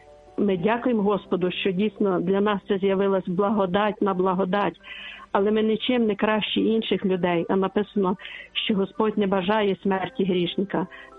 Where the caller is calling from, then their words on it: Lviv, Lviv Oblast, Ukraine; я зі Львова